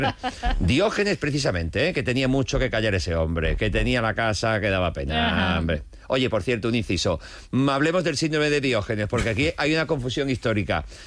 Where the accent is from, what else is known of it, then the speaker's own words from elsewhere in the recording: Los Navalucillos, Castilla-La Mancha, Spain; De mi pueblo, decía, los navalucillos en Toledo son más bien insultos, pero aplica también como palabrota a veces.